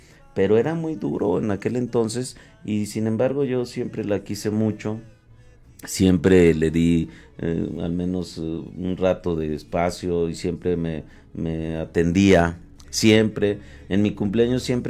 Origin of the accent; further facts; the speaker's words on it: Fresnillo, Zacatecas, Mexico; Yo soy fresnillense, nací, crecí aquí en Fresnillo.